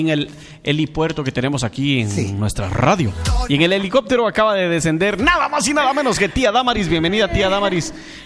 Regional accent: Guatemala; expresiones que utilizamos nosotros acá en Guatemala

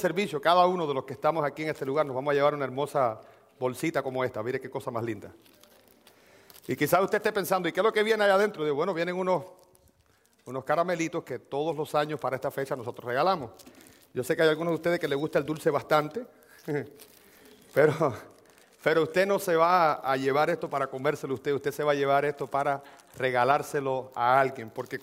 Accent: Puerto Rico; así somos nosotros los puertorriqueños

